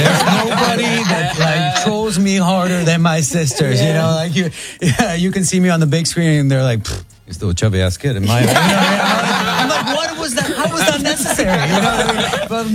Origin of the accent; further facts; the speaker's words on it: Guatemala; moved away; growing up in Guatemala